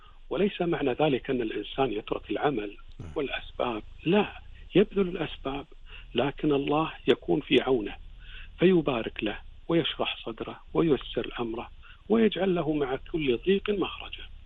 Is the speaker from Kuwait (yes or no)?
yes; Kuwait; هذه منتشرة عندنا بالكويت